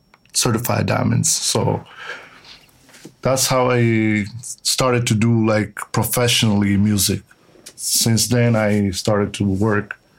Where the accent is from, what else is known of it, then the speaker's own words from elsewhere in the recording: Aviano, Friuli-Venezia Giulia, Italy; English is a second language; I'm from Aviano, and we have a lot of Americans here.